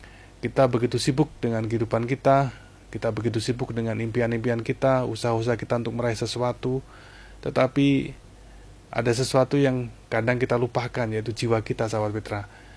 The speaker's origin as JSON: {"language": "Indonesian", "region": "Java", "country": "Indonesia", "said": "kalau kita orang Jawa bilang diujo gitu"}